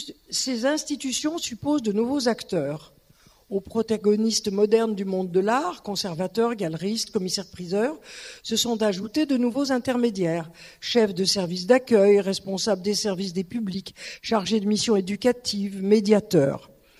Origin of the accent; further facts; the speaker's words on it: Lyon, Auvergne-Rhône-Alpes, France; moi, je suis lyonnaise